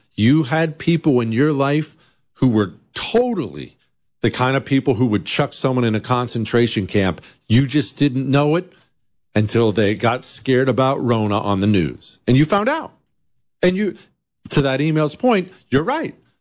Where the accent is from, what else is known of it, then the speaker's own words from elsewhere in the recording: United States; as an American citizen